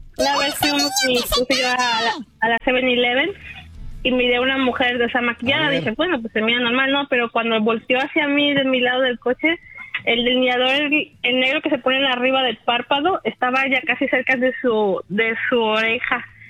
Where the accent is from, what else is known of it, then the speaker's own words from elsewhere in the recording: Mexico City, Mexico; Soy de la Ciudad de México. Nací exactamente en Tepito.